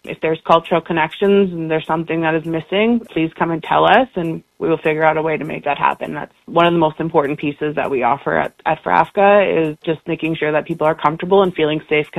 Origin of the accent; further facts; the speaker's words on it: Alberta, Canada; now in Surrey, Canada; I am from the Beganee Nation in Southern Alberta.